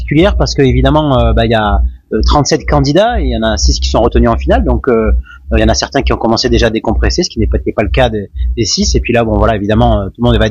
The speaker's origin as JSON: {"language": "French", "town": "Sisteron", "region": "Provence-Alpes-Côte d'Azur", "country": "France"}